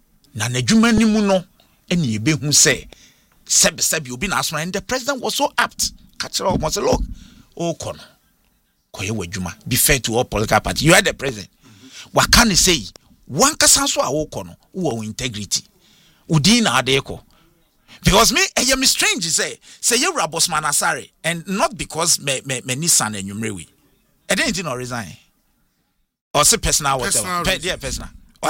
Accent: Ghana; I'm speaking as a Ghanaian

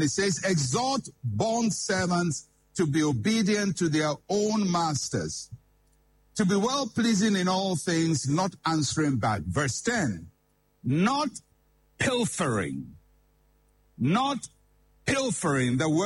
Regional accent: Ghana; first language Fante; English is a second language; So it's almost like us in Ghana when the British, fortunately or unfortunately, came our way and we all started speaking English. English is not my mother tongue. My mother tongue is Fanti. I'm a Fanti father, mother, pure. Pure Fanti, I'm telling you.

